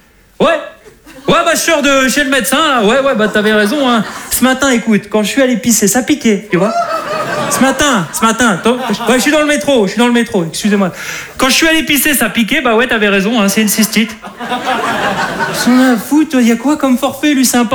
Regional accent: Hauts-de-France, France; je suis un ch'ti.

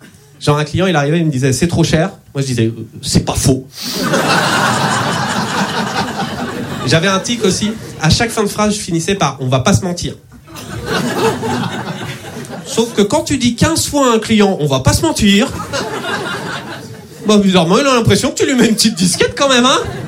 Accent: Nantes, Pays de la Loire, France; Je me présente … je suis nantais et dyslexique.

